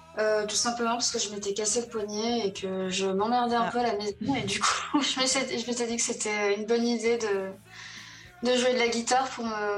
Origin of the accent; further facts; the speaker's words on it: Brittany, France; also born or lived in south of France; now in Paris, France; je suis bretonne, j'ai vécu dans le sud de la France également.